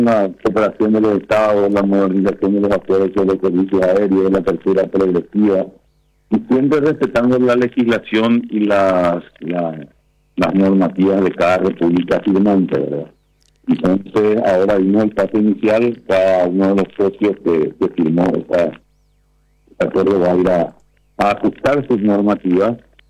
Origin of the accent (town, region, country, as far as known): Paraguay